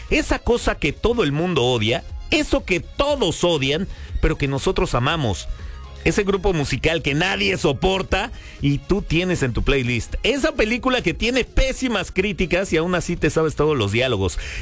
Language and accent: Spanish; Mexico City, Mexico; born there; yo nací en la Ciudad de México